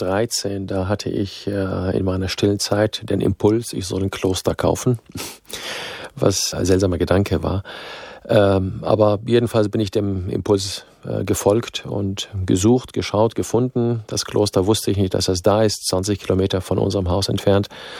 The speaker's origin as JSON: {"language": "German", "country": "Syria", "tie": "born or raised there", "second_language": "German", "moved": "yes", "lives_now": "Germany", "said": "ich bin in Syrien geboren, aufgewachsen, ich habe armenische Vorfahren, also ich habe den Zugang zur arabischen Welt, zur islamischen Welt, zur armenischen Welt, bin nach Deutschland gekommen."}